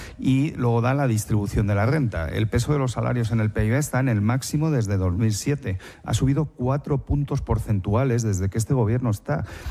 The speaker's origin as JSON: {"language": "Spanish", "town": "Alcalá de Henares", "region": "Community of Madrid", "country": "Spain", "said": "Yo soy de Alcalá, y Quevedo estaba allí en mi universidad también"}